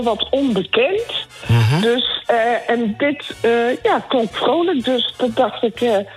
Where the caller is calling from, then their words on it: Oosterhout, North Brabant, Netherlands; Uit Oosterhout.